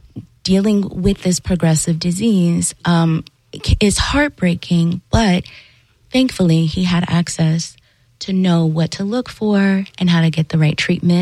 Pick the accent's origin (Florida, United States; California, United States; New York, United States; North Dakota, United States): Florida, United States; Orlando; I'm from West Orlando, and when I was looking it up, there's actually a nationally certified ALS center at Orlando Health.